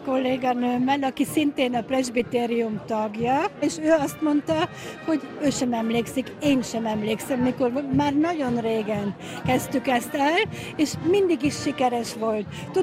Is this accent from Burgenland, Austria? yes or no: yes; Oberwart, Burgenland, Austria; ebben a tornácos házban nőttem föl. Mi 1953-ban jöttünk ide